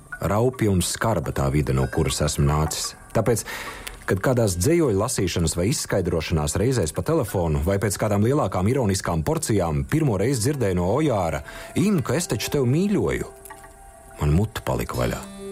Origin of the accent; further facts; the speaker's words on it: Courland, Latvia; Es esmu dzimis Kurzemes zvejniekos.